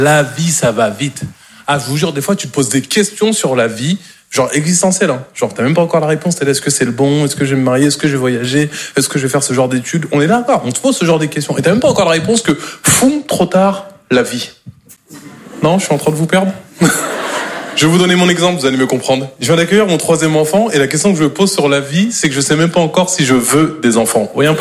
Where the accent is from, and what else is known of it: Normandy, France